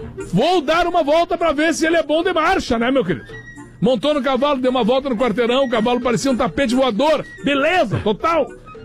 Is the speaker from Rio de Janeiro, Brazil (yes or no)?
no; São Francisco do Sul, Santa Catarina, Brazil; Sou de São Francisco do Sul, Santa Catarina.